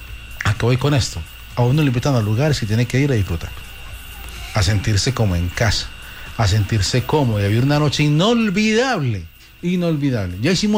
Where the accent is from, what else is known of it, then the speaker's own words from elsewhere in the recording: Antioquia, Colombia; él es Restrepo, aunque es Titiribí, yo soy de Belén Rincón.